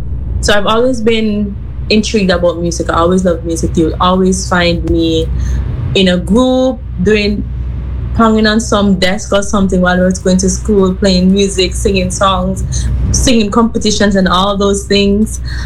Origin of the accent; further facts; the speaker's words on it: Kingston, Jamaica; also born or lived in Mandeville, Manchester, Jamaica; I'm a Jamaican. I grew up in Jamaica. I was born and raised in Kingston, but in the latter part of my life, I spent it in the country. That's Mandeville, Manchester.